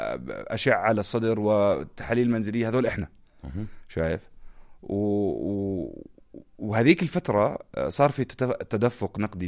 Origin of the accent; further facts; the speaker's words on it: Irbid Governorate, Jordan; وكنت طالب للطب في جامعة العلوم والتكنولوجيا، محافظتي إربد الأم حبيبة